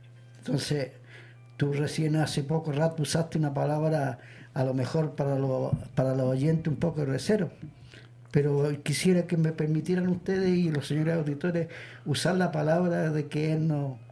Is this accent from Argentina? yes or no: no; Chile; como buen chileno, he tenido mucha cueva en mi vida.